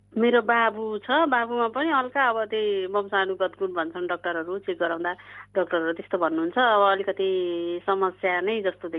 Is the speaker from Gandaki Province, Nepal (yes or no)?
yes; Gorkha, Gandaki Province, Nepal; moved away as an adult; also born or lived in Kathmandu / Pokhara; now in Jitpur Simara, Nepal; पढेको चाहिँ मैले गोर्खामै, मेरो जन्मस्थान गोर्खा, गोर्खा जिल्लाको श्री अमरज्योति जनता माभिबाट मैले 2061 सालमा एसएलसी गरेँ। अनि काठमाडौँ हुँदै, पोखरा हुँदै, क्याम्पस पढ्दै